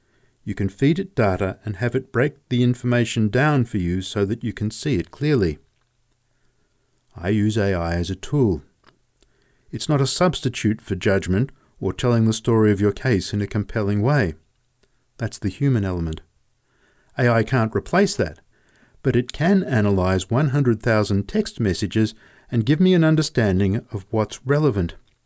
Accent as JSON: {"language": "English", "country": "Brazil", "moved": "as an adult", "lives_now": "United States", "said": "I'm from Brazil and came to the US for my PhD. I didn't have a computer of my own until I was 19"}